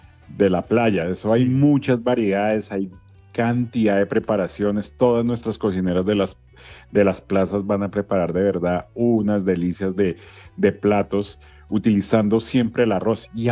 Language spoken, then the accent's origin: Spanish; Colombia; es muy diferente lo que nosotros buscamos como país colombiano a los países orientales